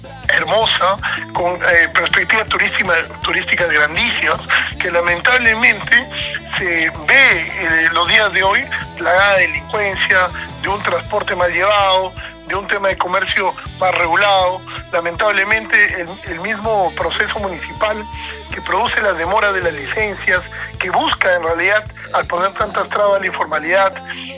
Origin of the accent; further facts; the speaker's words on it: Huaraz province, Ancash, Peru; nuestra provincia